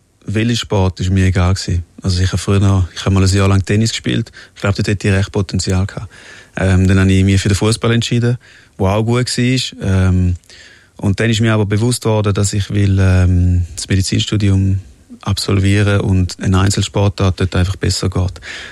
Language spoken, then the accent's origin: German; Switzerland; ich bin Schweizer, ich bin mega stolz und für mich ist es mega schön gewesen, hier aufzuwachsen, und ich will auch hier bleiben.